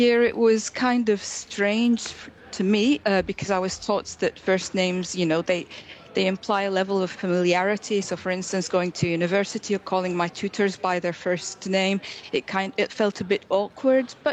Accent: Syria; now in London, United Kingdom; my experience growing up in Syria

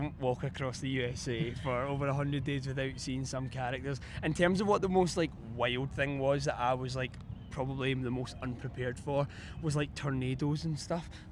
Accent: Scotland, United Kingdom; now in United States; but I just thought, well, I'm from Scotland, unpredictable weather.

